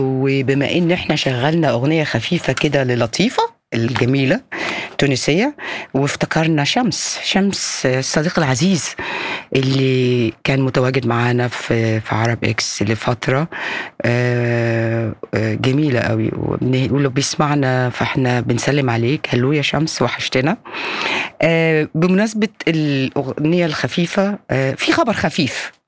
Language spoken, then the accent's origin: Arabic; Egypt